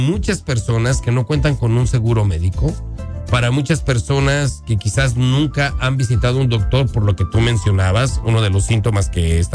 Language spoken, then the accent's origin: Spanish; Mexico; muchos países hermanos, incluyendo nosotros como mexicanos.